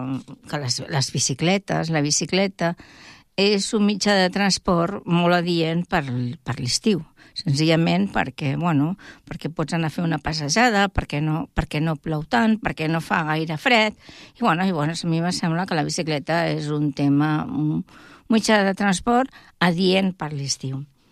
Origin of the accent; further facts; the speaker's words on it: Barcelona, Catalonia, Spain; jo sóc barcelonina